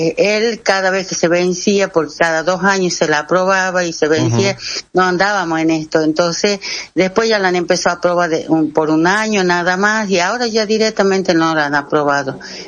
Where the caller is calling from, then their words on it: Morillo, Salta, Argentina; Nuestra ley, la 7658, es de nosotros, de Morillo, del Ciudad de Banda Norte